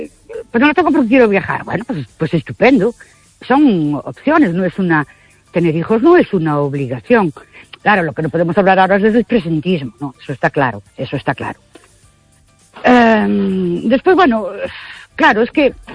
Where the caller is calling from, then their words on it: Ourense, Galicia, Spain; Buenas noches. … de Ourense.